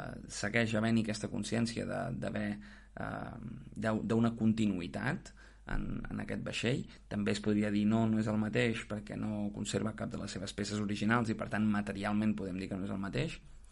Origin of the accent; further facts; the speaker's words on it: Catalonia, Spain; possiblement a continuació doncs diria que sóc un noi de 26 anys i potser per acabar doncs afegiria que sóc català